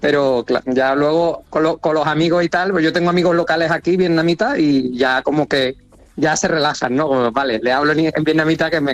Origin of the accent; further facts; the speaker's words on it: Seville, Andalusia, Spain; yo soy sevillano, yo soy de Sevilla y nosotros pues, tenemos mucho salero, guasa, como queráis llamarlo